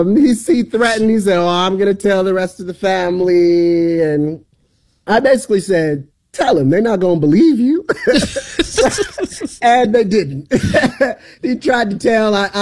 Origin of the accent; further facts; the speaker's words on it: Cleveland, Ohio, United States; born there; also born or lived in Chicago, Illinois / Pomona, California / Atlanta, Georgia; So I grew up mostly between Chicago and Cleveland, spending summers in Cleveland, Ohio, as an elementary school and I had a short stint. My dad got remarried to my stepmom and lived in Atlanta for a little bit. But I was full time in Cleveland as a high school student.